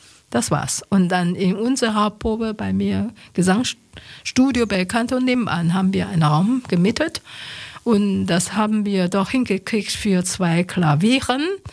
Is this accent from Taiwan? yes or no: yes; Taiwan; born there; German is a second language